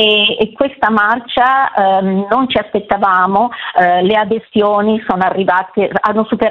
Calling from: Monza, Lombardy, Italy; Siamo da Monza

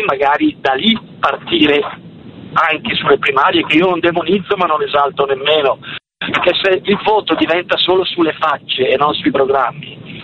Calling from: Lombardy, Italy; io non sono milanese, però sono lombardo, per cui è chiaro che anche in Lombardia

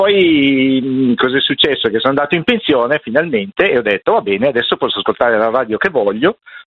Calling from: Brianza, Lombardy, Italy; Ti chiamo dalla Brianza.

